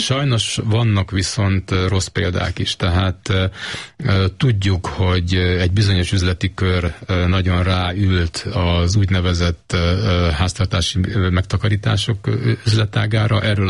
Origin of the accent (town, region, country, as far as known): Hungary